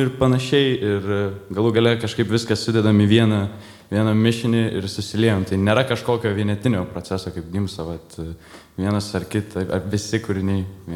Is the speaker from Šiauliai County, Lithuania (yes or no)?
no; Vilnius, Vilnius County, Lithuania; visi esam iš Vilniaus